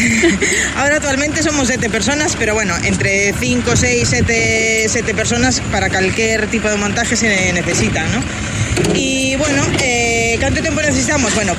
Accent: Xinzo de Limia, Galicia, Spain; Y pues sí, somos todos novos, de corta edad, prácticamente. Y somos de Pontarias, concretamente de Xinzo.

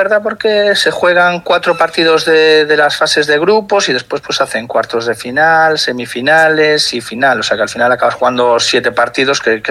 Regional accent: Vigo, Galicia, Spain; las chavalas y toda la gente de Vigo, ¿no? Que somos del Celta de hombres

